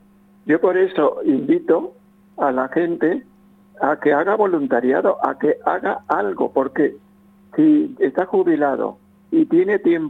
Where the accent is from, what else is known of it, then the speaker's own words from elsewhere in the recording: Mexico; Hay sociedades, yo vengo de México, y hay sociedades, hay comunidades en donde el anciano ocupa un lugar central.